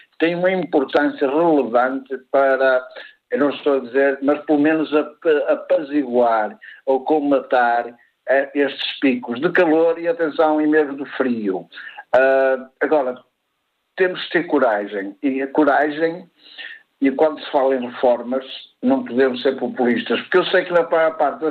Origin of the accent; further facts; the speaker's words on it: Norte, Portugal; eu sou do Norte, mas já estive em Lisboa